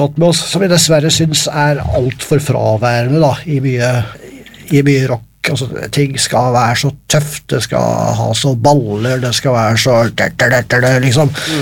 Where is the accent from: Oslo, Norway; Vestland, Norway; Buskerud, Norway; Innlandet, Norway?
Innlandet, Norway; Øyer; Ja, da jeg vokste opp i Øyer, da var det... Da sygde vi til oss alt det fete som kom